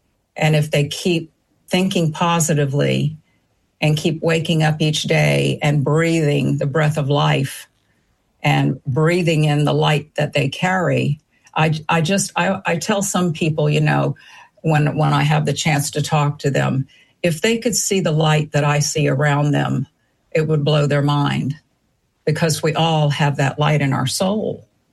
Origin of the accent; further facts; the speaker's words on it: Savannah, Georgia, United States; I grew up in Savannah, Georgia. I'm a Georgia girl.